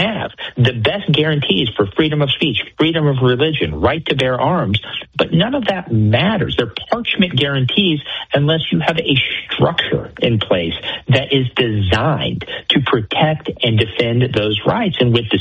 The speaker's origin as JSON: {"language": "English", "region": "Florida", "country": "United States", "said": "Now, the good news is, in my home state of Florida, Texas, Ohio, many other states as well"}